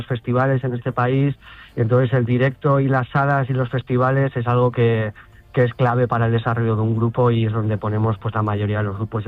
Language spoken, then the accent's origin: Spanish; Pamplona, Navarre, Spain; Ten en cuenta que nosotros somos de Pamplona, pero tenemos equipo que son de Madrid